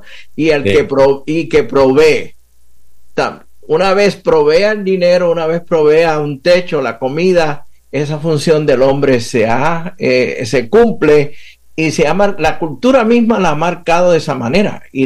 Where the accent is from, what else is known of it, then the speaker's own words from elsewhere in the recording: Puerto Rico; accent: Puerto Rican; now in Dallas, United States; como ya puedes ver notar por el acento, soy puertorriqueño, nacido y criado en la Isla del Encanto de Puerto Rico, así que resido ahora mismo en al norte de Dallas, Texas